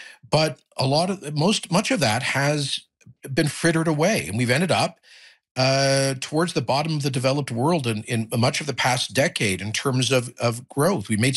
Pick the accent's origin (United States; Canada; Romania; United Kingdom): Canada; Well, I actually kind of proud.